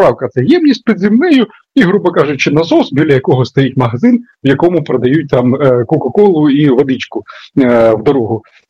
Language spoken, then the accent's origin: Ukrainian; Sumy Oblast, Ukraine; в моїй рідній Сумщині